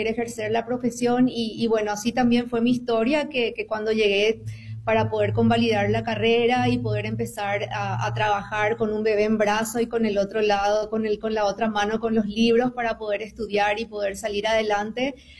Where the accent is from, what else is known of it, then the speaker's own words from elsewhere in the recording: Paraguay; moved away as an adult; Puedo empezar yo. … soy de Paraguay y fui migrante por elección a los 25 años